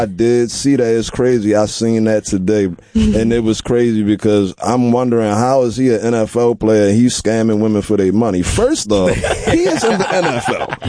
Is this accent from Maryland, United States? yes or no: yes; Annapolis, Maryland, United States; No, I'm not from Baltimore. I'm from Anne Arundel County. I'm from Annapolis.